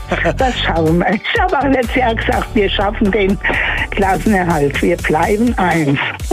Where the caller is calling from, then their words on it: Ginsheim, Hesse, Germany; Aus Ginsheim.